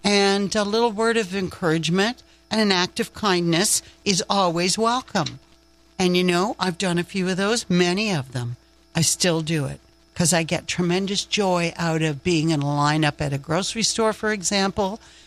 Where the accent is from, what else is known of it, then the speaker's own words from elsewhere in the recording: Nova Scotia, Canada; moved away as an adult; now in Ontario, Canada; I'm from Nova Scotia, and I got to say I'm a very proud Nova Scotianer, even though I've lived in Ontario for most of my adult life. The Maritimes are in the marrow of my bones.